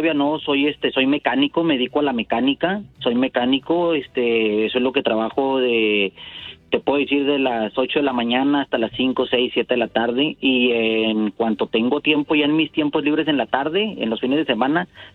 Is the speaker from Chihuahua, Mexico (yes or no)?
yes; Ciudad Juárez, Chihuahua, Mexico; now in Arizona, United States